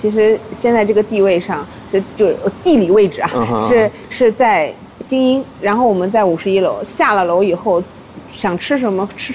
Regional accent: China; 它其实非常适合我们中国人体质的，

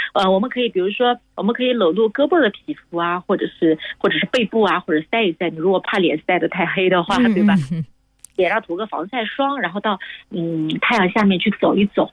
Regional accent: China; 我们就是中国的这种女性

